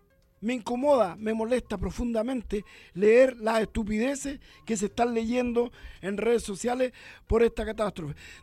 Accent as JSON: {"language": "Spanish", "country": "Chile"}